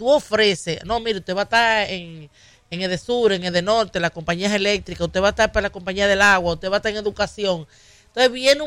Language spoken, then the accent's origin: Spanish; Dominican Republic; Yo soy dominicana.